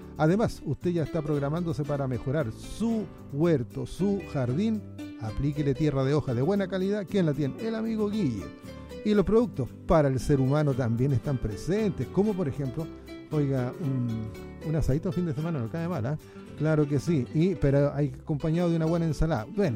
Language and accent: Spanish; Colina, Santiago Metropolitan Region, Chile; nosotros como Colina